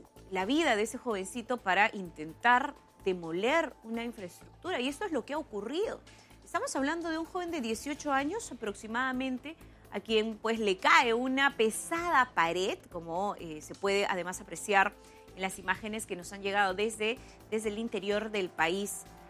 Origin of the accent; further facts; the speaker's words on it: Tocache, San Martín, Peru; Yo podría hablar, por ejemplo, hasta de zonas cercanas a mi tierra, a Tocache o Patás, ¿no?